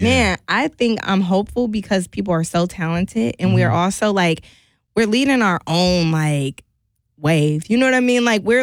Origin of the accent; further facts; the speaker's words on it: Milwaukee, Wisconsin, United States; moved away; we wear Milwaukee on our back